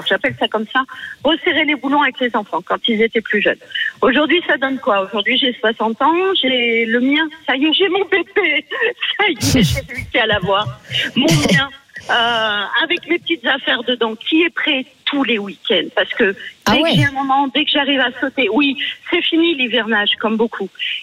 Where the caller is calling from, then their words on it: Châteauneuf-du-Rhône, Auvergne-Rhône-Alpes, France; j'habite à Châteauneuf-du-Rhône, c'est à côté.